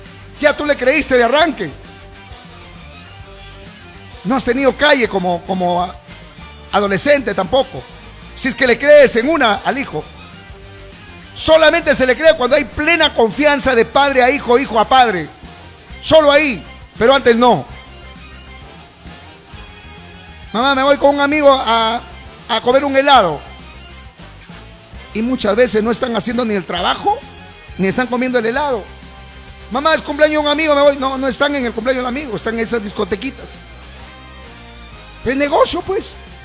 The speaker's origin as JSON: {"language": "Spanish", "region": "Piura", "country": "Peru", "tie": "born there", "said": "desde cuando vivía en mi pueblito, algún día llegar a la ciudad"}